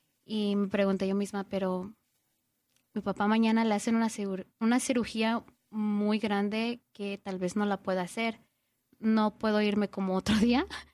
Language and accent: Spanish; Mexico; porque creo que yo la hice de chiquita en México.